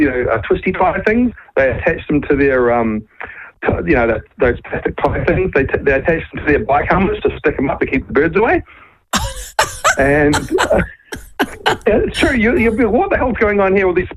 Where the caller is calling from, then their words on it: Brisbane, Queensland, Australia; I'm calling from Brisbane, as you know.